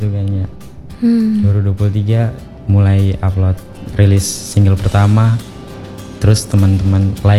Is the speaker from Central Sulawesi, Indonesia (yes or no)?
yes; Parigi, Central Sulawesi, Indonesia; now in Palu, Indonesia; Iya sih pengen. Makanya ini kan saya dari Parigi kan.